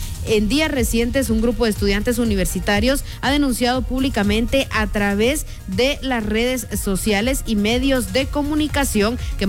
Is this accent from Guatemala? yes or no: yes; Guatemala; como vicepresidenta constitucional de la República de Guatemala y como ciudadana guatemalteca